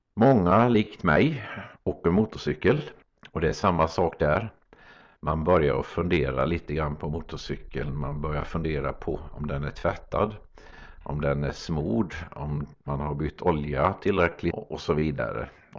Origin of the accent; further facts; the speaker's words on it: Forserum, Jönköping County, Sweden; Och hemma hos oss där jag växte upp, där var det brukligt att man första maj tog fram alla som spelade blåsinstrument och så marscherade vi runt i samhället, Forserum, där jag kommer ifrån.